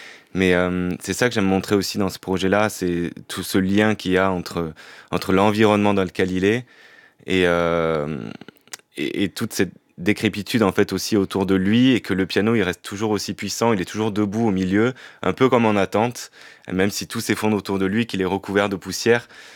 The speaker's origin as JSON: {"language": "French", "town": "Périgueux", "region": "Nouvelle-Aquitaine", "country": "France", "tie": "born or raised there", "said": "Périgueux, en Dordogne, là où j'ai grandi dans le Périgord."}